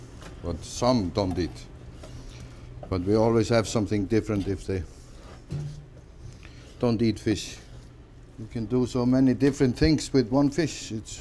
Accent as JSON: {"language": "English", "country": "Iceland"}